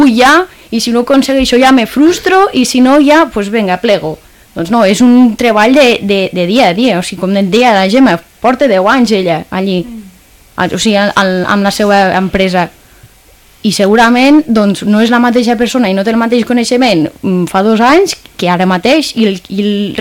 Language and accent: Catalan; Catalonia, Spain; parlo per la Noguera, no?, que és la comarca que porto jo, bueno, i d'on soc